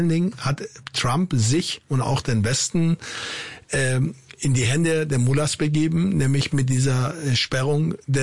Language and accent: German; Iran; moved away; Wir waren in der Vergangenheit als Iraner im Ausland